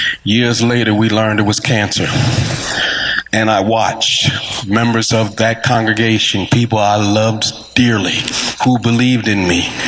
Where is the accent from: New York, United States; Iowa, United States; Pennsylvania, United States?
Pennsylvania, United States; Philadelphia; I grew up in South Philadelphia.